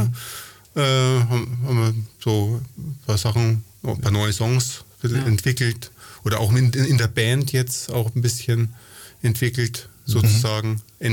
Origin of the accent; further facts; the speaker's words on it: Nuremberg, Bavaria, Germany; born there; also born or lived in Ingolstadt